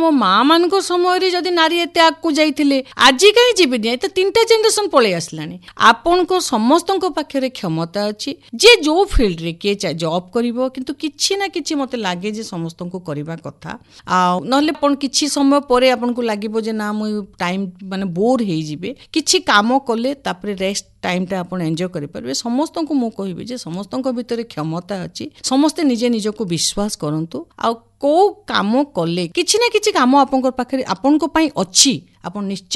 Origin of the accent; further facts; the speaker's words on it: Sambalpur, Odisha, India; ଛୋଟ ଦିନୁ ମୁଁ ଏ ସମ୍ବଲପୁରରେ ବଢ଼ିଛି।